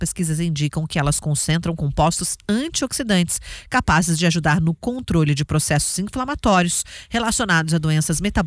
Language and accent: Portuguese; Mato Grosso do Sul, Brazil; now in Campo Grande, Brazil; E eu que cresci em Anastácia aqui da Uana, tinha muito dessa fruta no quintal de casa.